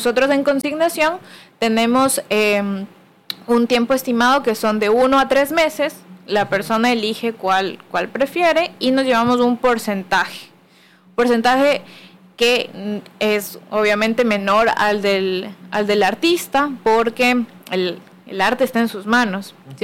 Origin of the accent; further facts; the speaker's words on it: Quito, Pichincha, Ecuador; moved away as an adult; now in Guayaquil, Ecuador; como me pueden escuchar por el acento, yo soy de Quito. Soy de Quito, vine acá a estudiar artes a Guayaquil.